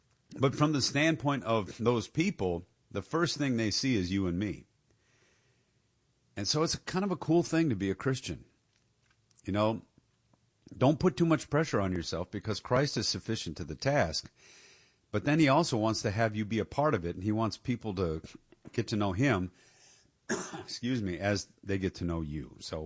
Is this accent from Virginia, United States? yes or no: no; Detroit, Michigan, United States; moved away; the city I grew up in Detroit